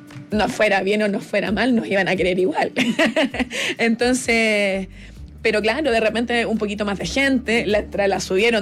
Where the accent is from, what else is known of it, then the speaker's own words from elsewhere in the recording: Talcahuano, Biobío, Chile; moved away; yo me vine de Talcahuano, yo soy de Talcahuano